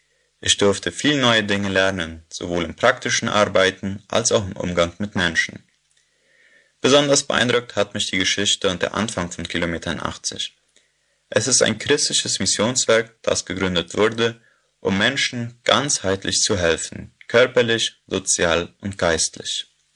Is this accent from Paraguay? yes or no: yes; Neuland, Boquerón, Paraguay; ich komme aus der Kolonie Neuland